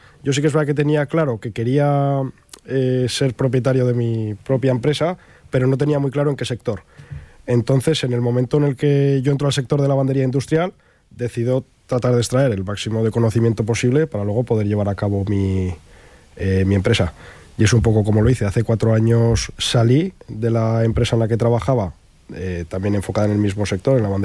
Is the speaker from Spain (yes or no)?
yes; Zaragoza, Aragon, Spain; moved away as an adult; now in Pamplona, Spain; yo en mi caso vengo de Zaragoza, de empresa familiar también. Sí que es verdad que sin relevo generacional, por circunstancias, aparecí en Pamplona hace 10 años, hace 11 ya, por la que es hoy en día mi mujer.